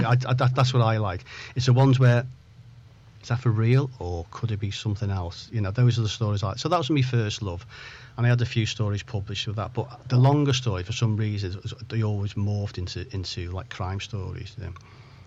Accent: Chester, North West England, United Kingdom; moved away; also born or lived in Liverpool / Barrow-in-Furness / Ulverston; I'm actually from Chester. I've lived in Liverpool for quite a few years, and the more the countryside places, and I used to live in Barrow and Furness in Cumbria and Ulverston up there

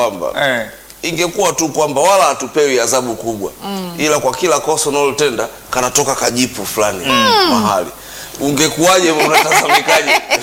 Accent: Bunda, Mara, Tanzania; Nyasula, Nyasula hapo mimi ni mwenyeji kabisa hapo.

